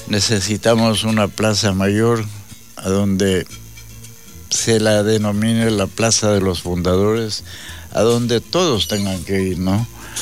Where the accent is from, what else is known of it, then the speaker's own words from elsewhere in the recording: Sucumbíos, Ecuador; born there; Aquí nací hace 80 años. Estoy orgulloso de haber nacido aquí en mi tierra linda, con aroma de espingo